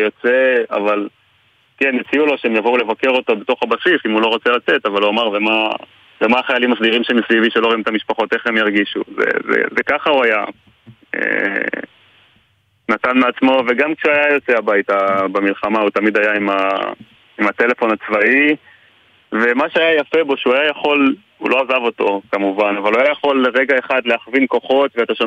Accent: Beit HaShita, Northern District, Israel; שאתה גדל בקיבוץ, אנחנו לא גדלנו בלינה משותפת, אבל אנחנו גדלים בקיבוץ

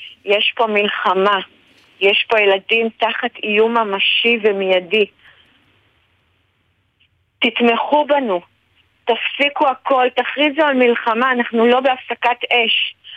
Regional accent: Shlomi, Northern District, Israel; אני נולדתי בשלומי, אני גדלתי למציאות הזאת.

